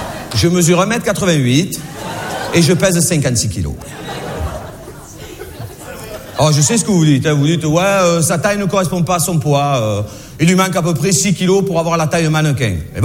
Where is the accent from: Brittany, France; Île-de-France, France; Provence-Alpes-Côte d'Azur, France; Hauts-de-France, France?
Hauts-de-France, France; Lille; born there; Et évidemment, comme vous le savez tous, je suis né à Lille